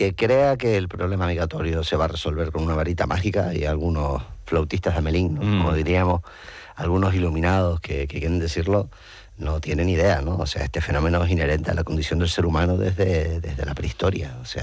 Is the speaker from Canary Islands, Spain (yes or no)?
yes; Canary Islands, Spain; lo somos los canarios